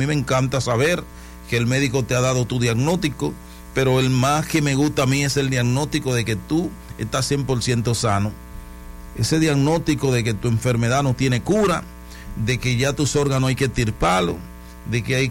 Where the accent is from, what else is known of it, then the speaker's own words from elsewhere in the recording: Dominican Republic; todos somos dominicanos.